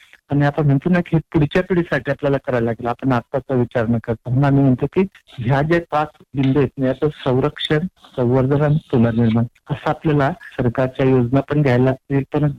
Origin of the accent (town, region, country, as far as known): Baripada, Maharashtra, India